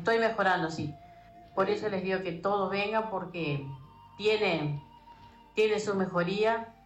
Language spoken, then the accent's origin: Spanish; Villa Constitución, Santa Fe, Argentina; Soy de Constitución, Villa Constitución de Elsa Cáceres.